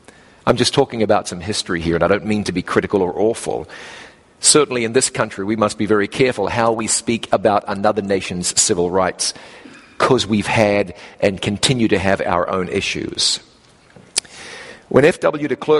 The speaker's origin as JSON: {"language": "English", "country": "New Zealand", "tie": "born or raised there", "said": "Growing up in New Zealand, our ties with South Africa were very strong owing to rugby."}